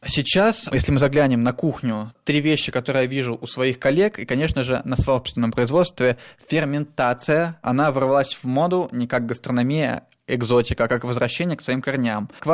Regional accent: Sebezh, Pskov Oblast, Russia; Я вырос в Себеже, и в Себеже это замечательный озерный край, и там бесконечное количество природных ресурсов. Я даже помню, я в детстве, кстати, торговал ягодами, яблоками, грибами на рынке.

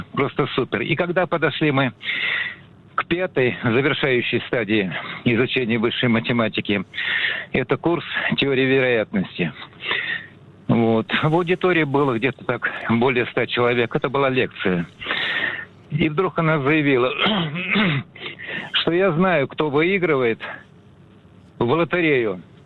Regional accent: Moscow, Russia; Я из Москвы. Всем привет.

